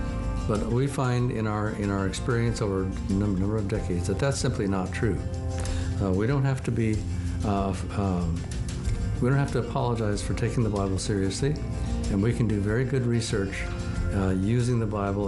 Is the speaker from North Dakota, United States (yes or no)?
yes; North Dakota, United States; born there; I was born in North Dakota. My dad was a farm manager there.